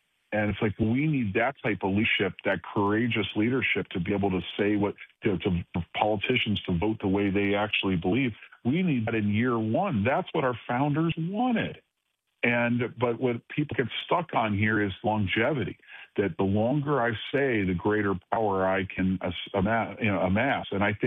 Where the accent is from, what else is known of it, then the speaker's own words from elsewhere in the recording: Cleveland, Ohio, United States; Back in my Tea Party days, I remember a guy, Dave Zupan, in Cleveland, Ohio. My hometown, someone